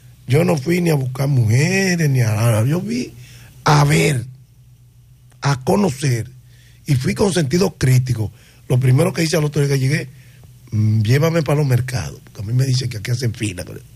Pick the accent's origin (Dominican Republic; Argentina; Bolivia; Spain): Dominican Republic; Cibao; yo soy cibaeño.